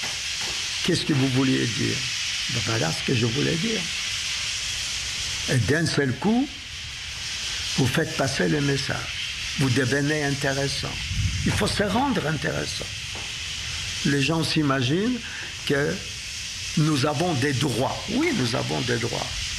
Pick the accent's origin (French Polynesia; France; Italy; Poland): Poland; Warsaw, Masovian Voivodeship; born there; first language Polish and Yiddish; French is a second language; Enfant, je parlais polonais et le yiddish. C'était, pour ceux qui ne savent pas, je suis né à Varsovie en 1936. Varsovie, 1 million d'habitants